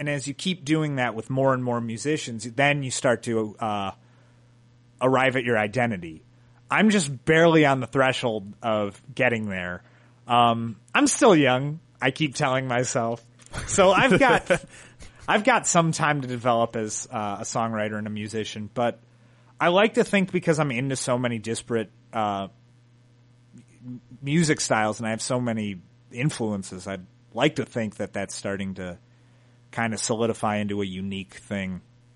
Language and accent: English; Chicago, Illinois, United States; we're from Chicago.